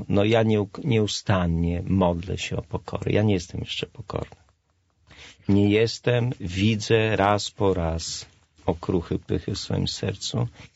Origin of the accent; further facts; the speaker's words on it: Lesser Poland, Poland; Ja jestem góralem, więc ja potrzebuję młotka czasami